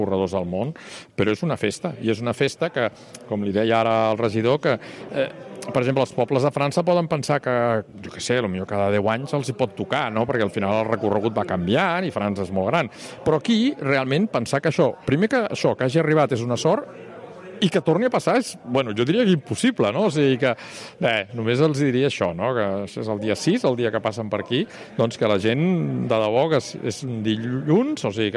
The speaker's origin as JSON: {"language": "Catalan", "town": "Barcelona", "region": "Catalonia", "country": "Spain", "said": "Jo que sóc barceloní, però que estic molt vinculat també aquí al Vallès"}